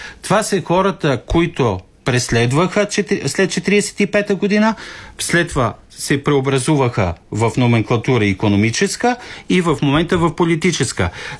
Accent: Skopje, North Macedonia; Израснах по улиците на Скопие

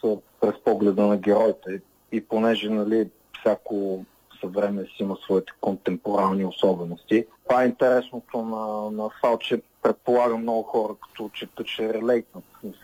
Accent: Plovdiv, Plovdiv Province, Bulgaria; Това е родния ми град

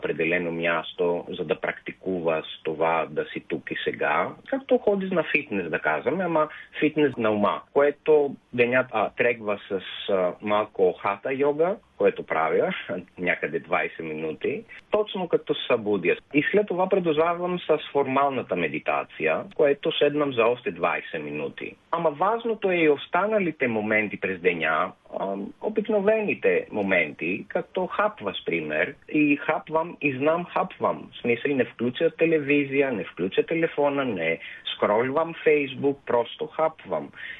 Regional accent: Athens, Attica, Greece; Bulgarian is a second language; moved away as an adult; now in Sofia, Bulgaria; Аз съм от Атина

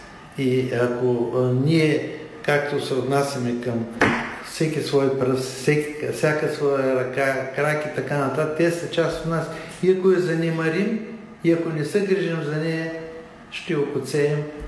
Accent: Plovdiv, Plovdiv Province, Bulgaria; Питате ме като пловдивчанка

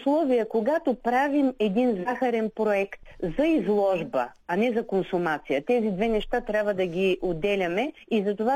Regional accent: Gabrovo, Gabrovo Province, Bulgaria; moved away as an adult; also born or lived in Tryavna / Veliko Tarnovo; now in Istanbul, Turkey; Аз съм родена в Габрово, учила съм до средното си образование и висшето тук в България.

